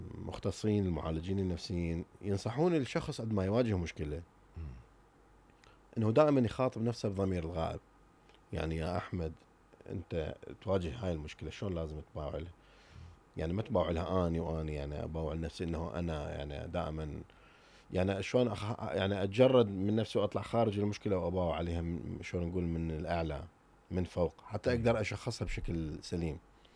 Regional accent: Iraq

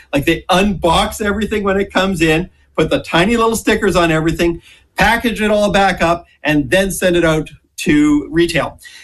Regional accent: Canada; now in New Zealand; I'm Canadian still

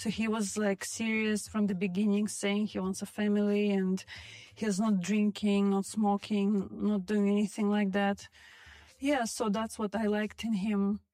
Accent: Russia; moved away; So I'm from Russia and from a small city.

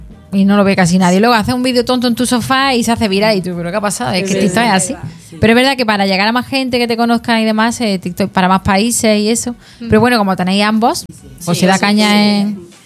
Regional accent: Granada, Andalusia, Spain; accent: Granada; Porque decía como que hay que ver que teniendo acento de Granada intentaba ocultarlo. Digo, yo no intento ocultarlo. Yo tengo mi acento

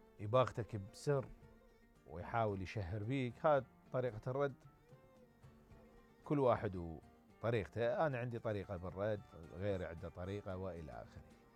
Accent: Iraq; الله يحفظ مجتمعنا وبلدنا من زاخو للفاو

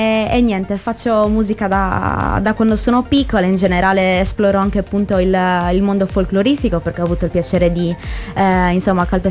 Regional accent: Quartu Sant'Elena, Sardinia, Italy; ho 26 anni, vengo da Quarto Sant'Elena.

